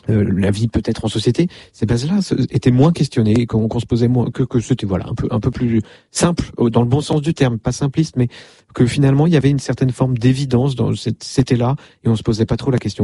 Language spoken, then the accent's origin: French; Versailles, Île-de-France, France; born there